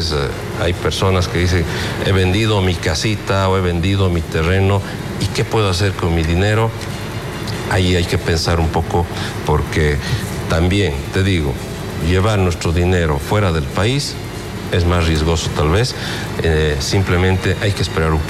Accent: Bolivia; porque finalmente somos bolivianos

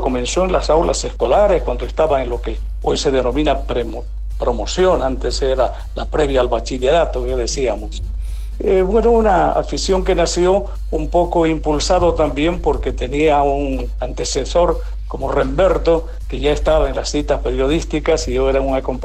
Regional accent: Potosí, Bolivia; en los escenarios deportivos de la Villa Imperial, de donde soy, de Potosí.

